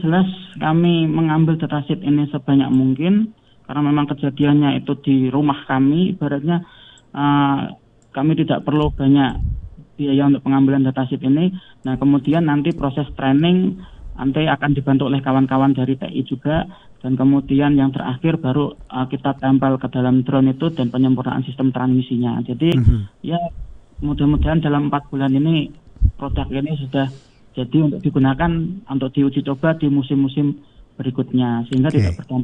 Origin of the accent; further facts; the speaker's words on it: Palangka Raya, Central Kalimantan, Indonesia; kita sebagai warga Palangkaraya